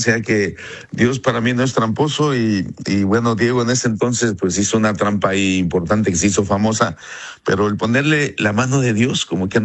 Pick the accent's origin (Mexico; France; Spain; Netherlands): France; Y yo sí soy francés, así lo comenté con otras palabras, me hubiera deseado enfrentarme a cualquier otro equipo menos a España.